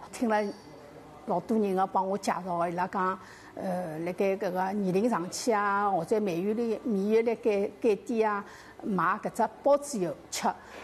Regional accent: Shanghai, China; 东园村呢是阿拉上海人比较熟悉的一个店的品牌

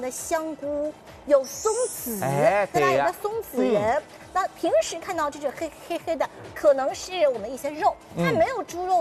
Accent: Shanghai, China; 阿拉上海人讲的就是好白刀啥的

